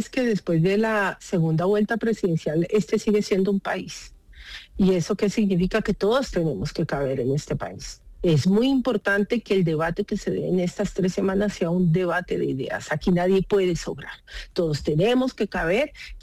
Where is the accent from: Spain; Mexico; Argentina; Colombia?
Colombia; como ciudadanos colombianos, entender que tenemos diferencias políticas, pero que no somos enemigos.